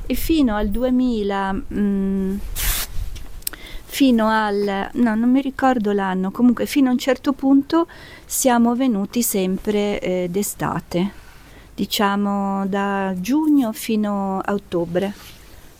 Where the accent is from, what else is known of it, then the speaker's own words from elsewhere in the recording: Chiavari, Liguria, Italy; also born or lived in Province of Pavia; Io sono nata in provincia di Pavia, dove è nata la mia famiglia. Però poi ho sempre vissuto a Chiavari